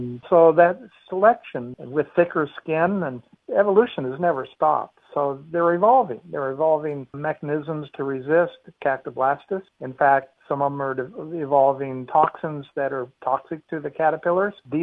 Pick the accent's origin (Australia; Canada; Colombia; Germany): Australia; now in United States; As you can hear from my accent, I'm an American-born Australian, as I like to say, but living in America.